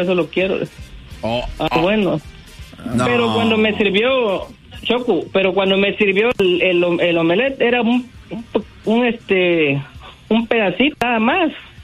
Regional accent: Chiapas, Mexico; now in Chattanooga, United States; Ah, yo soy de Chiapas.

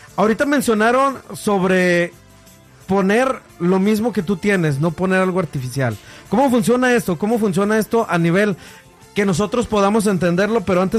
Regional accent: Mexico; uno como hombre, como varón, como mexicano, como hispano

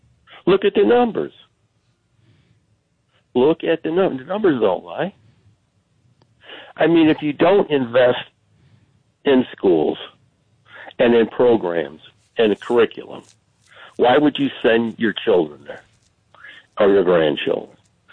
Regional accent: Cleveland, Ohio, United States; also born or lived in Glenville, Cleveland; I was born in the Glenville neighborhood, raised in Collinwood.

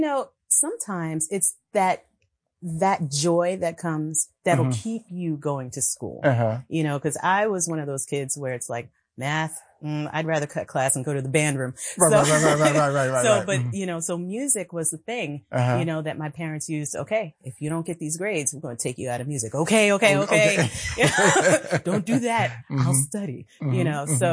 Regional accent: Mount Vernon, New York, United States; there was a parade that went through the town where I grew up. I grew up in Mount Vernon, New York.

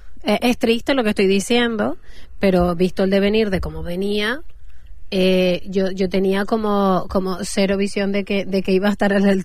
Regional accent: La Palma, Canary Islands, Spain; ¿de dónde eres? De La Palma. La isla del volcán.

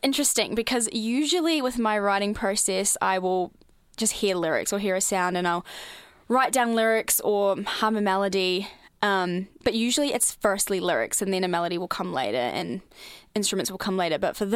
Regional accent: New Zealand; moved away as an adult; now in Melbourne, Australia; Like they said, I'm originally from New Zealand. I moved here about 2 years ago.

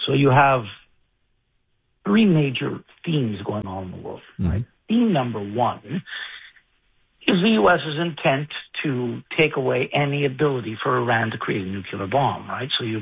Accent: Canada; as a Canadian

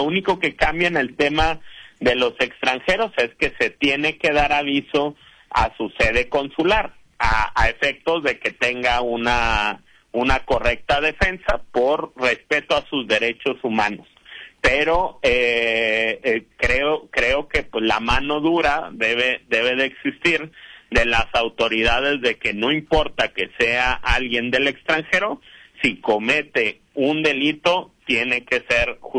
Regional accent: Mexico; el marco legal de nuestro país es muy claro

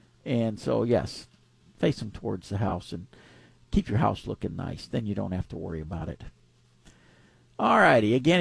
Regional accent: Pasadena, Texas, United States; born or raised there

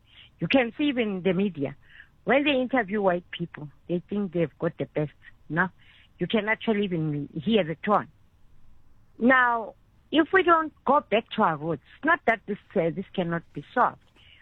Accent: Eastern Cape, South Africa; born there; now in Parktown, South Africa; And I've encountered such things at a tender age in the Eastern Cape, seeing how life was.

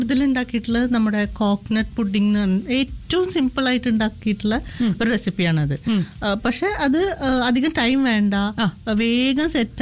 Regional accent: Wadakkanchery, Kerala, India; now in United Arab Emirates; നാട്ടിലെ തൃശ്ശൂർ വടക്കാഞ്ചേരി.

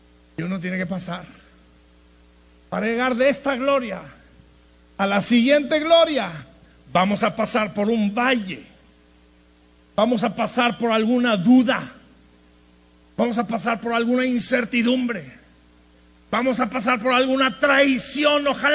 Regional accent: northern Mexico, Mexico

